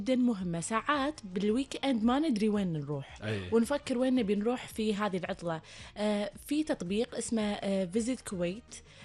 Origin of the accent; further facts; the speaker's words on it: Kuwait; في دولتنا الحبيبة الكويت